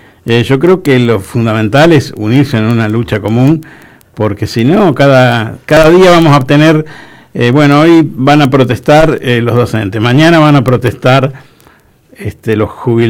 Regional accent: General Pinto, Buenos Aires Province, Argentina; moved away; also born or lived in Maipú, Buenos Aires; yo nací circunstancialmente en un lugar que se llama Maipú, en la provincia de Buenos Aires. Uh-huh. Me crié en otro pueblo que se llama General Pinto, que es cerca de Lincoln, Junín, toda esa, la ruta 188.

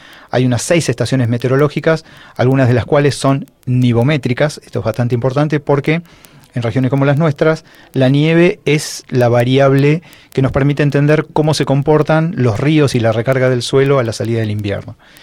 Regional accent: Argentina; Somos Argentina

